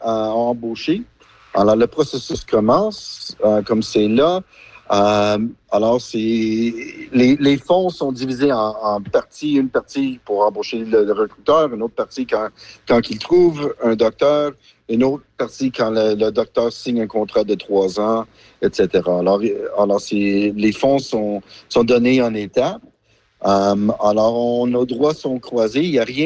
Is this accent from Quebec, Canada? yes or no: no; Alberta, Canada; now in Quadra Island, Canada; moi, je viens de l'Alberta.